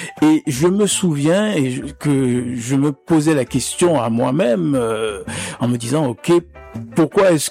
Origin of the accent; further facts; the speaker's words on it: Haiti; Issaël Saïe, chez nous, en Haïti, c'était un clarinettiste.